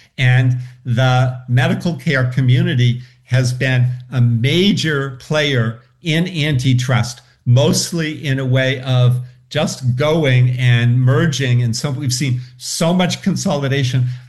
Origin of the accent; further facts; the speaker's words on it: Massachusetts, United States; I'm from Massachusetts.